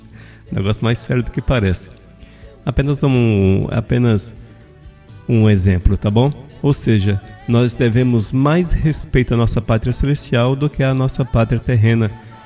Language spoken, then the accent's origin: Portuguese; Brazil; nascemos no Brasil